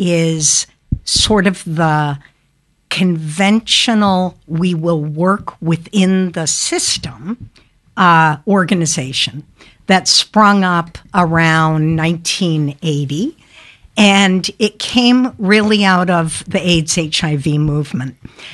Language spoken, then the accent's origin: English; Canada; I'm Canadian, so I sprung onto the soil of the earth as a little tiny lesbian.